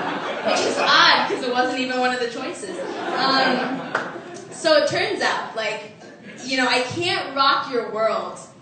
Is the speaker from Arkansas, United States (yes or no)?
yes; Arkansas, United States; So, like Sharoop, I too am an immigrant. I'm from Arkansas.